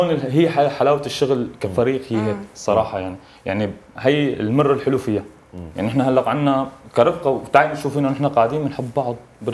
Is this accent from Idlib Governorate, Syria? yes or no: no; Salamiyah, Hama Governorate, Syria; now in Damascus, Syria; نحن مفتخرين كتير بسلمونيتنا بسوريتنا